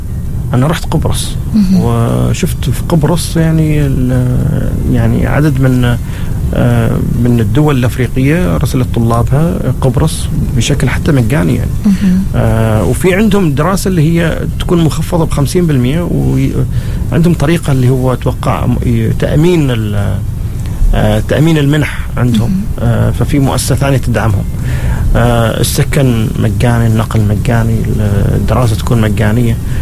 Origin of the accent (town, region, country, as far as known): Oman